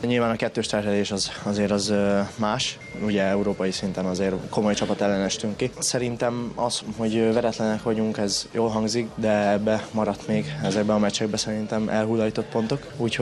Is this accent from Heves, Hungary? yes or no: no; Paks, Tolna, Hungary; now in Debrecen, Hungary; Paksi srác vagyok, szóval én itt is nevelkedtem.